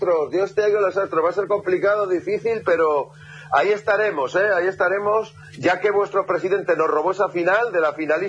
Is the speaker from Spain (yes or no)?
yes; Spain; Imagínate cómo somos los españoles.